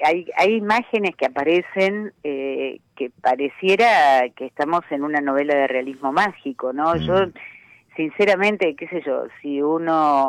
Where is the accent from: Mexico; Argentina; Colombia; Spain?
Argentina